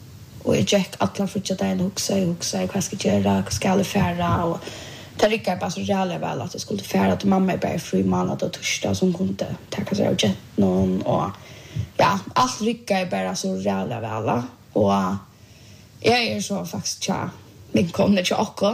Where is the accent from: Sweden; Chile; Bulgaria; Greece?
Bulgaria; Swedish is a second language